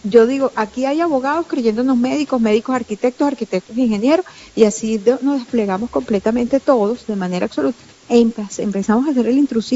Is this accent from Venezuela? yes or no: yes; Venezuela; yo también vivo en Venezuela